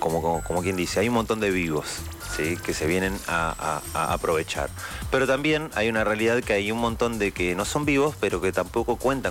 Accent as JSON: {"language": "Spanish", "country": "Uruguay", "moved": "yes", "lives_now": "Argentina", "said": "En mi país, por ejemplo"}